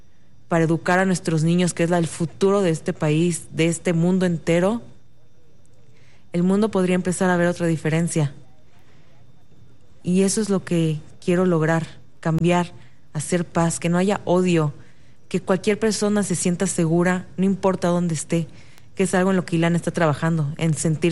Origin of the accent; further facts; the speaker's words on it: Mexico; nuestro eslogan como mexicano es el derecho, el respeto ajeno es la paz.